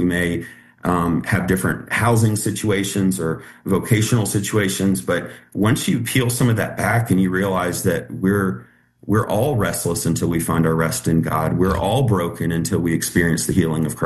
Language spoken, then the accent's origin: English; Richmond, Virginia, United States; moved away as an adult; now in Southwest Virginia, United States; So I moved here from Richmond, Virginia, about a week after my high school graduation.